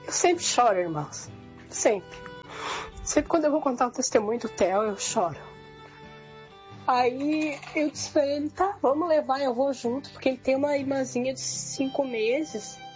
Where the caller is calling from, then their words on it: Alvorada, Brazil; de Alvorada.